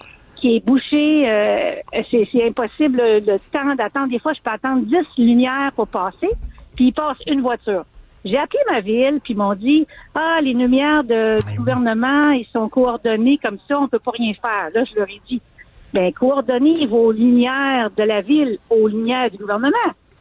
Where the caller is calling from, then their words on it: Saint-Eustache, Quebec, Canada; Je ne suis pas à Montréal, je suis à Saint-Eustache.